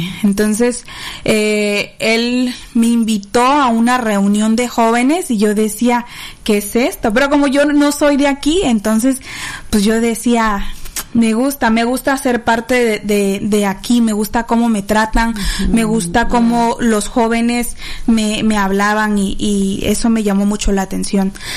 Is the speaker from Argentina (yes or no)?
no; Veracruz, Mexico; moved away as an adult; Yo soy de Veracruz, entonces me vine a estudiar acá.